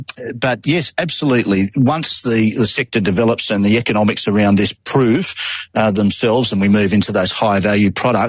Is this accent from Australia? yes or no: yes; Australia; I'm an Australian.